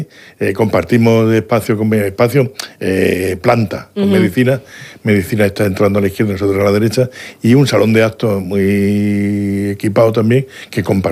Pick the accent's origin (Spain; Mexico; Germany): Spain; Jumilla, Region of Murcia; Y yo, que soy de Jumilla, pero vamos, a las 3 menos 2 me llamaba